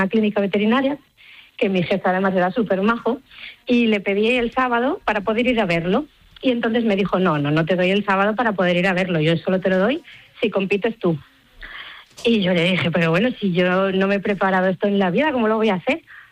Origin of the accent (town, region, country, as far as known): Asturias, Spain; also born or lived in Barcelona